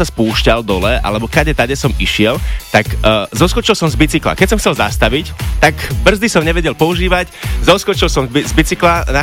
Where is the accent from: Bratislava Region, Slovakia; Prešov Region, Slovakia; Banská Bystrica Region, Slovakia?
Prešov Region, Slovakia; Lipany; Naši ma učili jazdiť tam u nás v Lipanoch, po kopcoch a tak.